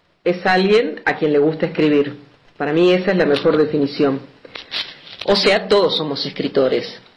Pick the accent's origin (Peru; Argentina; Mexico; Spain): Argentina; La Plata, Buenos Aires Province; born there; also born or lived in Neuquén; now in Londres, Argentina; nacida en La Plata, soy docente, viví muchos años en Neuquén y viví años en otras partes también. En este momento vivo en Londres, departamento de Belén, provincia de Catamarca.